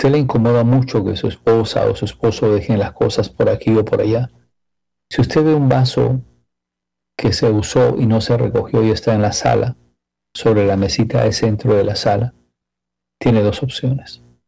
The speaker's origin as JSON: {"language": "Spanish", "country": "Mexico", "moved": "yes", "lives_now": "United States", "said": "Entonces me vine de México escapándome de la violencia aquí a Estados Unidos."}